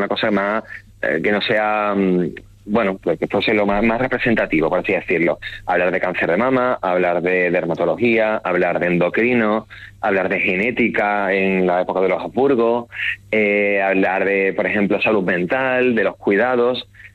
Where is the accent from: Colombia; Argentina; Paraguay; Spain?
Spain; Andalusia